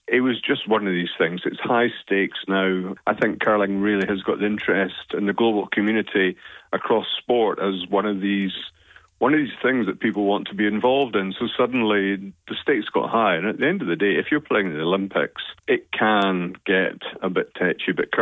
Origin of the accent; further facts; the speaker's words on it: Scotland, United Kingdom; accent: Scottish; now in Australia; as you can guess from my accent, now Scottish is all.